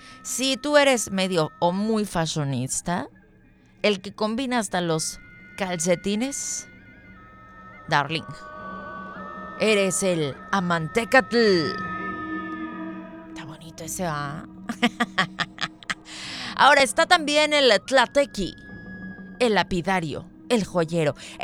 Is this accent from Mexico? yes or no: yes; Mexico; orgullosamente somos mexicanos